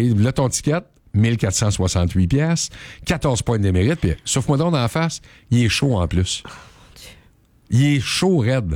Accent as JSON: {"language": "French", "region": "Quebec", "country": "Canada", "said": "J'ai fait le plein hier à 1,53 $ du côté d'Hawkesbury et à 1,80 $ chez nous en Outaouais."}